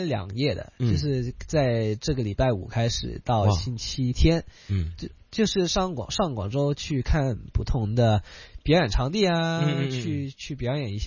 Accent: Hong Kong

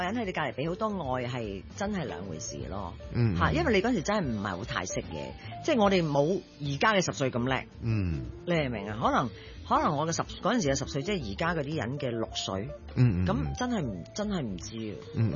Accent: Hong Kong; 唔係，我喺香港讀，我喺香港出世。

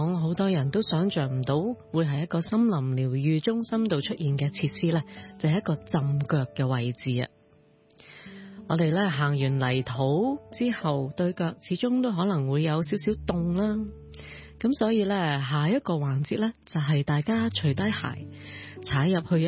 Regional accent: China; 好像我们中国人的中药那样呢

